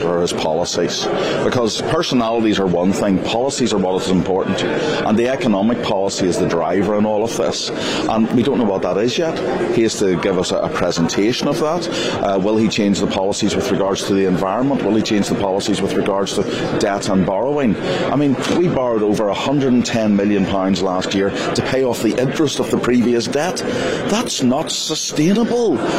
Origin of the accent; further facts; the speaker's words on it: United Kingdom; I'm not ashamed of being a Brit and never will be.